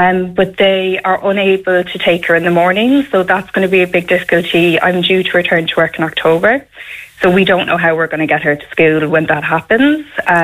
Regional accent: Cork, Munster, Ireland; now in Naas, Ireland; I'm originally from Cork. My husband is from Kildare. We're quite similar in that we moved down here. We've made NACE our home

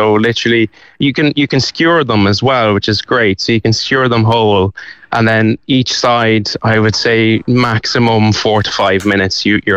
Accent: Cavan, Ulster, Ireland; now in Dublin, Ireland; I'm originally from Cavan. I can't tell you. I'd get them in Cavan, to be honest.

